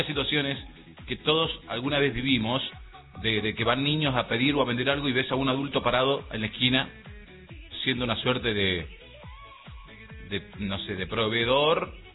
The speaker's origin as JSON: {"language": "Spanish", "town": "Rama Caída", "region": "Mendoza", "country": "Argentina"}